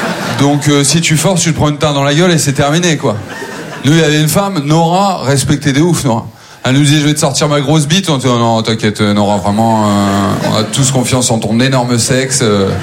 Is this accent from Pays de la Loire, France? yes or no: no; Maubeuge, Hauts-de-France, France; J'ai grandi à Maubeuge, c'est la 7e ville la plus pauvre de France.